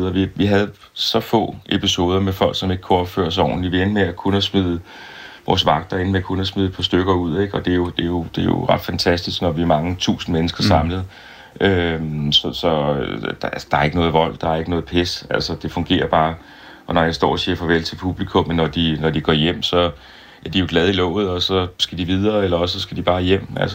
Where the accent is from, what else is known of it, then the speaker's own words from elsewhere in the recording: Næstved, Zealand, Denmark; i min hjemby